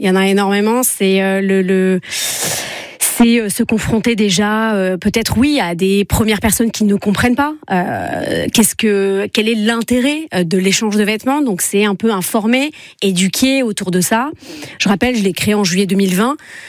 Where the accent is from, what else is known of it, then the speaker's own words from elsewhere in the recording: Nîmes, Occitanie, France; born there; moved away as an adult; also born or lived in Australia / Barcelona / Mexico / Montreal; je suis née à Nîmes et puis j'ai fait mes études un petit peu dans le sud.